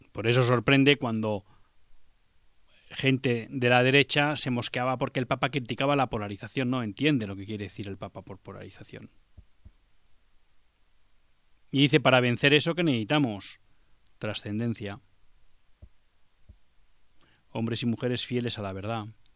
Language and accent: Spanish; Spain